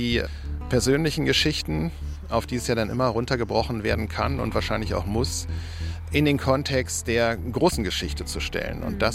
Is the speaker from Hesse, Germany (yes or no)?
no; Berlin, Germany; Dann sind wir dort, wo ich aufgewachsen bin, tatsächlich.